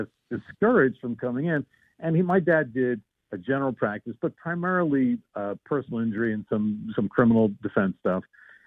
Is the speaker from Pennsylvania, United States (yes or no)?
yes; Wyncote, Pennsylvania, United States; also born or lived in Philadelphia; I was born in Philly, but my folks, when I was born, I think they lived in, where were they? They were in Elkins Park, maybe, and then we moved to Wincote, real close to the high school.